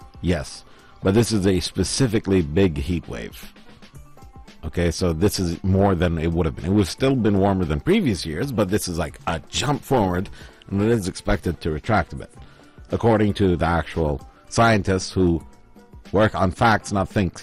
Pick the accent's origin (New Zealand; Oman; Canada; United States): Oman; Salalah, Dhofar; I'm from Salala.